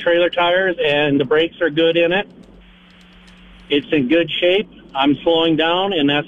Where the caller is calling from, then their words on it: Lake Park, Iowa, United States; from Lake Park, Iowa.